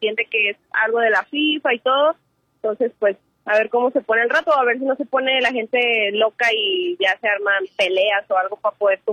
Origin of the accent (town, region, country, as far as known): Culiacán, Sinaloa, Mexico